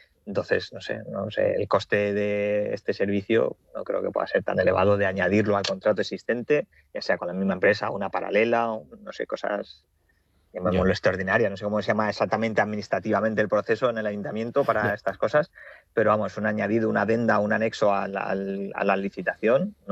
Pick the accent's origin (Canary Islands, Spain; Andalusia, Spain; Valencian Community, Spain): Valencian Community, Spain; Alicante; Por lo menos para mí, claro, como alicantino